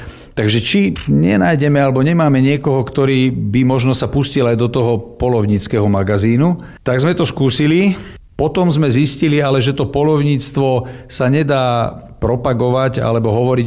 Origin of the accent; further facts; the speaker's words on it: Naháč, Trnava Region, Slovakia; also born or lived in Smolenice; Tak narodil som sa v Smoleniciach, lebo bola údajne taká zima, toľko snehu a záveje, že sa nedostala sanitka do Trnavy, tak som sa narodil v Smoleniciach